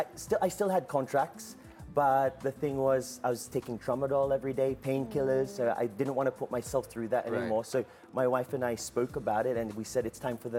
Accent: Australia; moved away as an adult; now in Philippines; started from scratch at 18 years old here in the Philippines, not knowing much about the culture because we grew up in Australia.

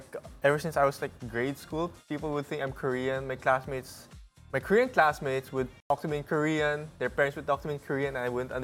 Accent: Baguio, Cordillera Administrative Region, Philippines; now in Manila, Philippines; by blood, I'm Chinese, but I was born here in the Philippines, so I speak more English and Filipino than anything else. I grew up in Baguio also, so life has been quite different since I've stayed here in Manila.

